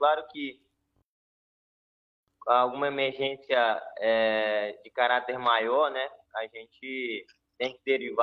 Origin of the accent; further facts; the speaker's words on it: Apuí, Amazonas, Brazil; moved away; Eu sou de Apuí, fica mais ao sul do Amazonas.